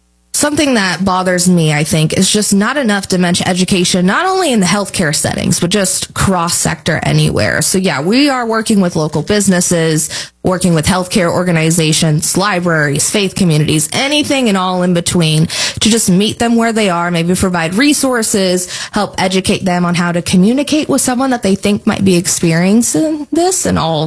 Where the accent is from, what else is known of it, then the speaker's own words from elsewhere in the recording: Indiana, United States; So I'm from Southern Indiana, close to Louisville. So getting to move up here to Indianapolis